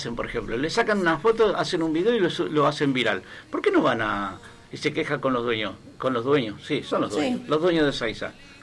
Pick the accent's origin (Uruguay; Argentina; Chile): Argentina; Ezeiza, Buenos Aires Province; nosotros, los que somos nacidos y criados en Ezeiza